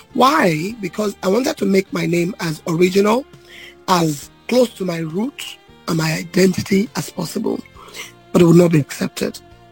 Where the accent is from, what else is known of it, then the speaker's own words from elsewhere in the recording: Nigeria; I'm a Yoruba girl. I am from Ibaraki Central Local Government Area.